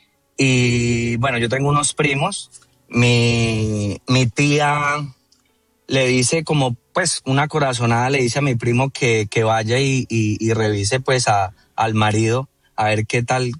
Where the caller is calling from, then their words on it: Villavicencio, Meta, Colombia; yo soy de Villavicencio.